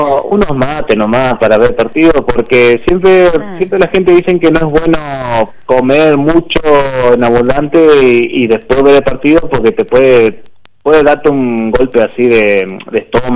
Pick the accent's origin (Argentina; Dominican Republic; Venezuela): Argentina; nos ha unido como argentinos, como así, como familia.